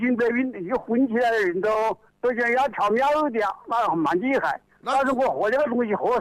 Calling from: Wuhan, Hubei, China; 我是黄皮子

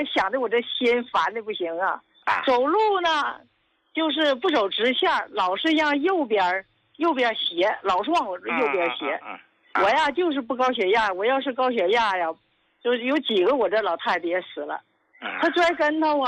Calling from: Qinhuangdao, Hebei, China

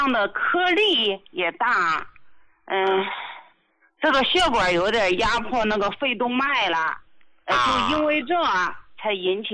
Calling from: Hebei, China; 今年72了

